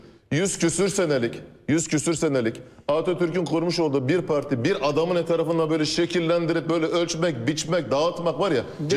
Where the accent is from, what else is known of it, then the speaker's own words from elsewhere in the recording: Hatay, Turkey; Bak bir Hataylı olarak çok tuhafıma gitmiştir.